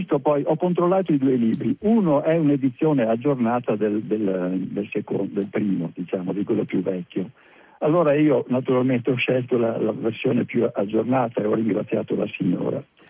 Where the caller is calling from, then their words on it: Cortina d'Ampezzo, Veneto, Italy; Io sono di Cortina d'Ampezzo.